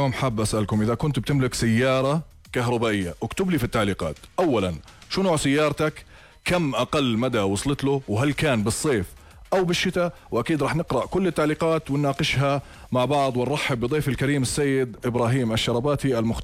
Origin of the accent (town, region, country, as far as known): Jordan